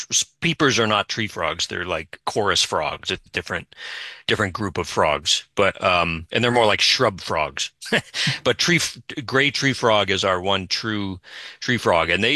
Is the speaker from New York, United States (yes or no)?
no; Brockton, Massachusetts, United States; I'm from Brockton.